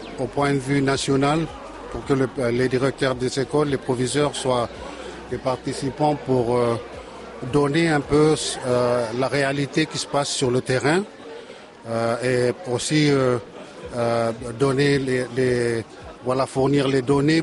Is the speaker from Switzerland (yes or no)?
no; Pentecost, Penama, Vanuatu; je suis de Pentecôte, je suis non seulement bilingue, mais je parle beaucoup de langues, il y a aussi mon dialecte